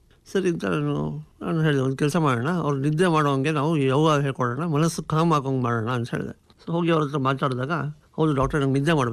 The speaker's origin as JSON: {"language": "Kannada", "town": "Bengaluru", "region": "Karnataka", "country": "India", "tie": "born or raised there", "said": "ಮೂಲತಃ ನಾನು ಬೆಂಗಳೂರವನು."}